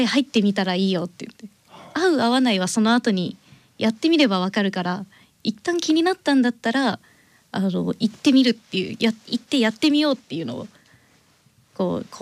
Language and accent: Japanese; Yamanashi, Japan; now in Nonoichi, Japan; 地元は山梨県です。